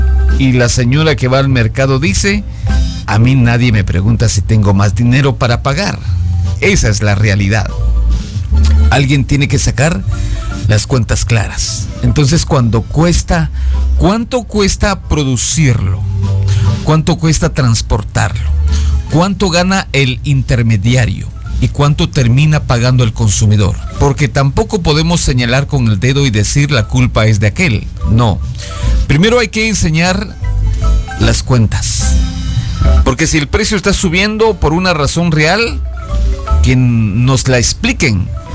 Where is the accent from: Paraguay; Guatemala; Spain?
Guatemala; como guatemaltecos, nos estamos atacando unos a otros